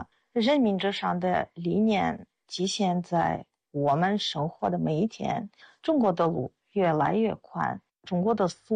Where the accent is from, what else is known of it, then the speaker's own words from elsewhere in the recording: Russia; Chinese is a second language; now in China; 我是俄罗斯人，我在中国生活了25年，现在在当时研究员做翻译工作。